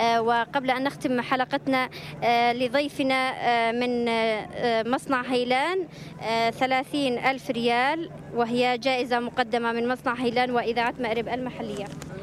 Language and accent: Arabic; Yemen; وضعنا كيمنيين